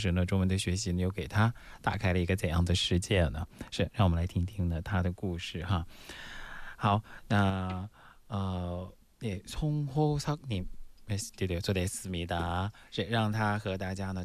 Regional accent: Jinzhou, Liaoning, China; now in Busan, South Korea; 来自中国烧烤名城辽宁省锦州市

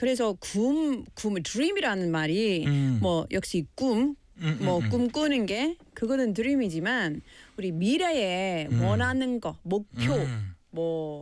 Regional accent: Scotland, United Kingdom; Korean is a second language; moved away; 내가 아니 스코틀랜드에서 왔어.

